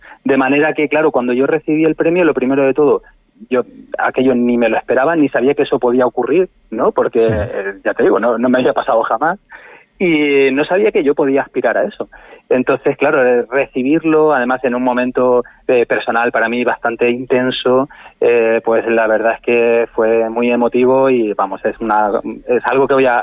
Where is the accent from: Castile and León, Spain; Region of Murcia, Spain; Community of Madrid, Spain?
Region of Murcia, Spain; Yecla; es mi tierra, es la tierra de mi madre, de mis abuelos, es donde yo he crecido